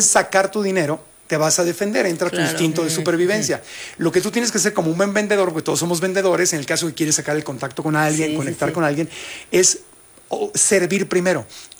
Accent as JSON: {"language": "Spanish", "town": "Ciudad Obregón", "region": "Sonora", "country": "Mexico", "tie": "born or raised there", "said": "Yo crecí en Sonora, uh-huh, en Obregón."}